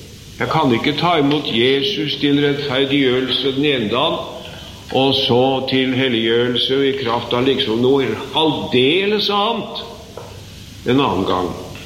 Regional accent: Sarpsborg, Østfold, Norway; I min hjemby i Sarpsborg, det var ikke så flust med penger og all verdens ting den gang som det er nå

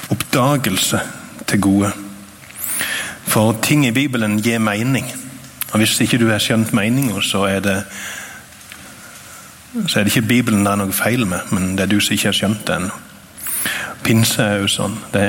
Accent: Sokndal, Rogaland, Norway; now in Nærbø, Norway; jeg kommer fra Sokndal. Jeg bor på Nærbø, der jeg har vært lærer på Trygghjem noen år.

